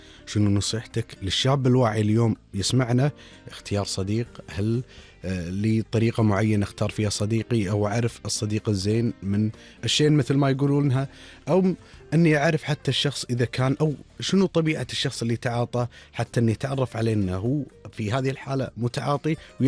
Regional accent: Kuwait

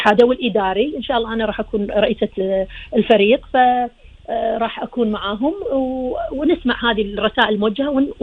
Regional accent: Kuwait; لديرتنا الكويت

